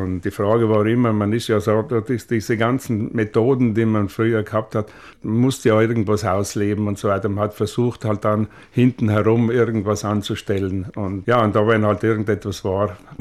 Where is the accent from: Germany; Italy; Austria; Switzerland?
Italy; Trentino-Alto Adige; mit dem Reden sind wir Südtiroler oft ein bisschen faul